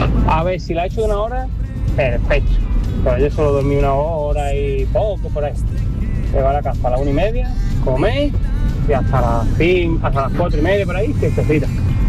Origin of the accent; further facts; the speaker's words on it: Málaga, Andalusia, Spain; Buenos días, Yuyu y compañía. … de Málaga.